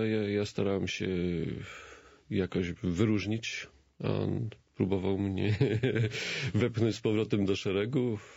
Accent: eastern Poland, Poland; I wychowałem się na wsi, na takiej bardzo drogiej wiosce na wschodzie.

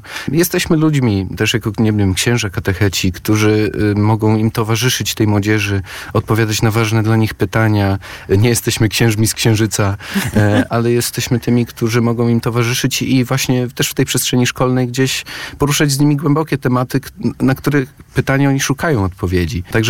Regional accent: Grudziądz, Kuyavian-Pomeranian Voivodeship, Poland; moved away; Ja pochodzę z Grudziądza, parafii Podwyższenia Krzyża Świętego w Grudziądzu.

